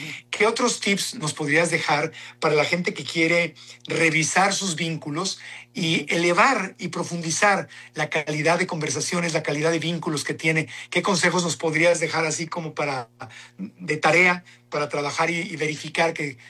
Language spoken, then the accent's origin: Spanish; Acapulco, Guerrero, Mexico; born or raised there